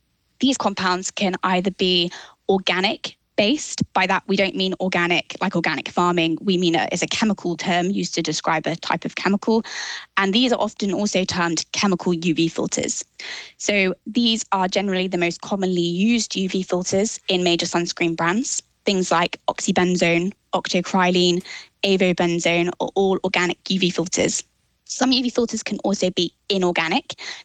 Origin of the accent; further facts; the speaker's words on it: South West England, United Kingdom; I grew up in Devon in the UK. And as such, I've spent obviously a lot of time in and around the ocean.